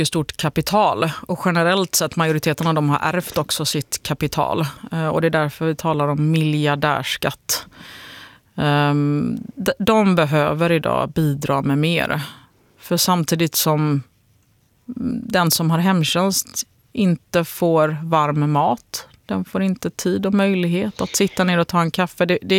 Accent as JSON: {"language": "Swedish", "town": "Gothenburg", "region": "Västra Götaland County", "country": "Sweden", "said": "Det är jag väldigt glad över som gammal göteborgare. Jag är från Hisingen, vet du."}